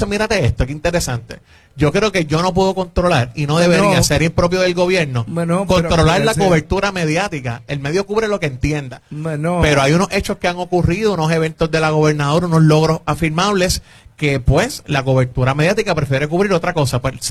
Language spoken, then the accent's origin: Spanish; San Juan, Puerto Rico; De Santurce, Puerto Rico, con mucho orgullo. Estudié aquí toda mi vida, nacido y criado aquí.